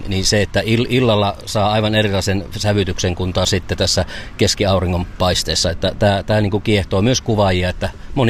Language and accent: Finnish; Kotka, Kymenlaakso, Finland; me ollaan kotkalaiset